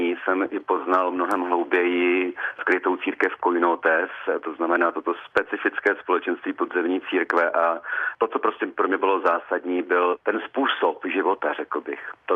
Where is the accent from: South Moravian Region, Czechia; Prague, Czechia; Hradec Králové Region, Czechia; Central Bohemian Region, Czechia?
South Moravian Region, Czechia; Brno; A já samozřejmě, protože jsem rodilý Brňák, tak jako jinou test je, má jako jasné brněnské kořeny, tak já jsem se s tím setkával už od svého mládí.